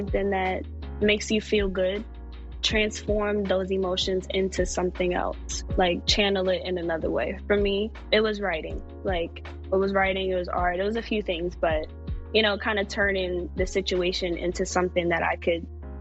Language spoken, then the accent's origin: English; New York, United States; now in Atlanta, United States; Just growing up in the projects, just being a kid in that neighborhood, you see a lot. You're exposed to a different part of life. And I would say life in New York, it was